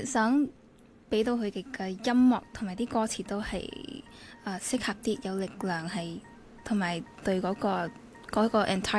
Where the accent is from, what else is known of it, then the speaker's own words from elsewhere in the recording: Malaysia; 但系我喺马来西亚长大，就系喺妈咪嘅音乐同埋舞蹈学院长大